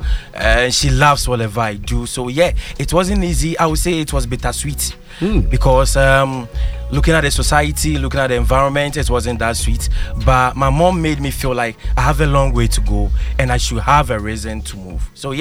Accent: Ghana; You know how it is when you are growing up in Ghana, where you are raised by a single parent.

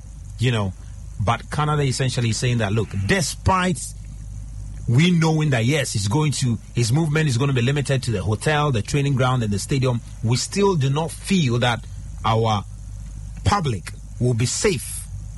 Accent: Ghana; I'm speaking as a Ghanaian

